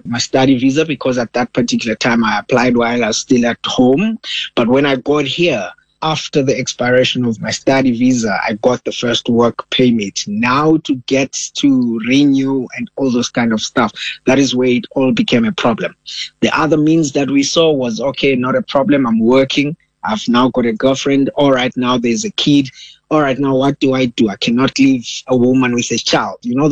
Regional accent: Malawi; now in South Africa; Home is Malawi, and I would never refuse Malawi being my home. As I speak to you right now, Malawi is a very peaceful country. It is a country that is very small.

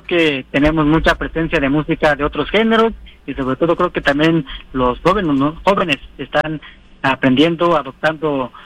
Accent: Santa María, Oaxaca, Mexico; Yo soy de Santa María y estoy yo, y allá hay muchas agrupaciones

